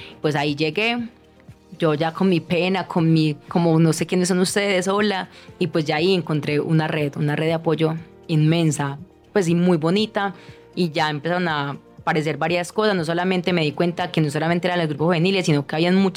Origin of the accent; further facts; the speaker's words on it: Remedios, Antioquia, Colombia; now in Medellín, Colombia; una familia bastante católica, yo soy de un pueblo, no soy de acá de Medellín, soy oriunda de un pueblo que se llama Remedios, Antioquia.